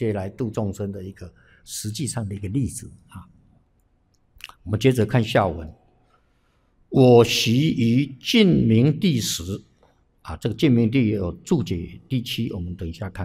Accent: Taiwan; 我们台湾这边都放下了，才能去那边呢。

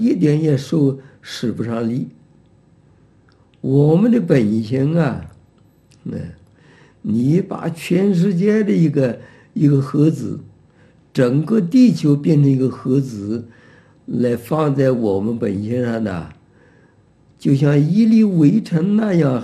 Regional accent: Taiwan; born there; 就拿台湾来讲，我们生在台湾，现在这么多人呢

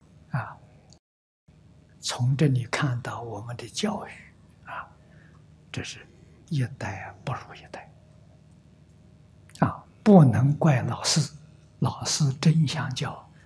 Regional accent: Anhui, China; 桐城距离我的老家很近，大概得有30公里。所以是家乡人。

